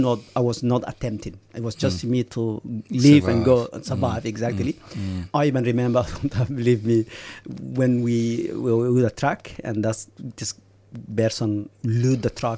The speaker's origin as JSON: {"language": "English", "country": "Ethiopia", "tie": "born or raised there", "second_language": "English", "said": "And I ended up going back without my father with me, you know, my hometown"}